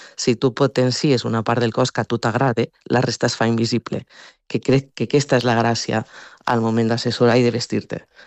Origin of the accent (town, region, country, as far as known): Mollerussa, Catalonia, Spain